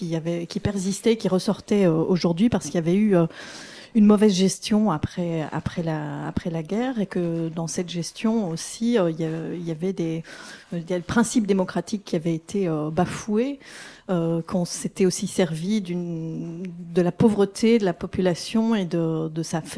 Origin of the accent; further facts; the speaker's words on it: Belgium; je savais pas du tout ce qui se passait à Bure en tant que Belge.